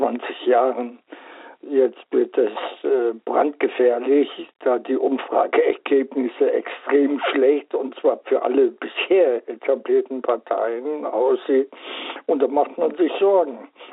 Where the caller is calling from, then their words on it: Friedberg, Germany; aus Friedberg.